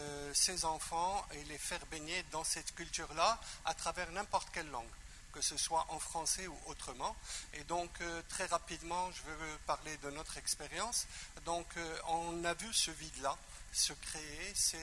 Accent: Nancy, Grand Est, France; je viens de Nancy.

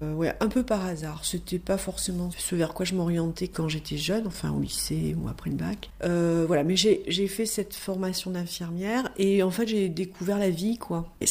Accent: Nouvelle-Aquitaine, France; also born or lived in Périgord / Bordeaux / Corrèze; now in Toulouse, France; Moi je suis originaire de la Gironde davantage, donc soit le Périgord, soit Bordeaux, en ayant vécu quand même pas mal de temps en Corrèze. Et j'ai atterri à Toulouse

